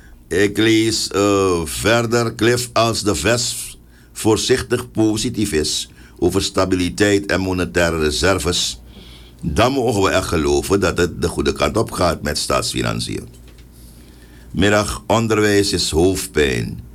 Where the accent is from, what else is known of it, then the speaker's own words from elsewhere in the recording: Suriname; Tegelijkertijd mogen wij als Surinamers kritisch blijven op wat er daadwerkelijk is bereikt.